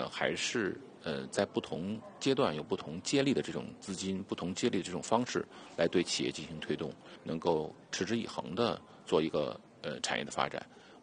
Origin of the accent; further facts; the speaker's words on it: China; 我们中国人